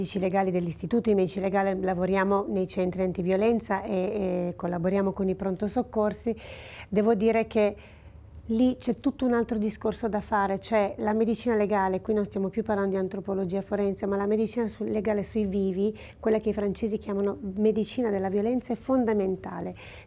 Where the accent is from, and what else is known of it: Pontestura, Piedmont, Italy; born or raised there